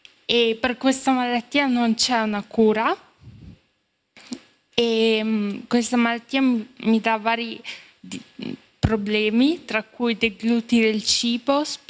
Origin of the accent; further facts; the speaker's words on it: Reggio Emilia, Emilia-Romagna, Italy; ho 26 anni e vengo da Reggio Emilia.